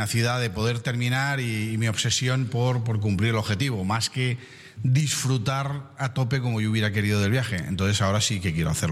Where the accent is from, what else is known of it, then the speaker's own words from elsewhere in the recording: Valencian Community, Spain; moved away as an adult; also born or lived in Indonesia; siendo valenciano.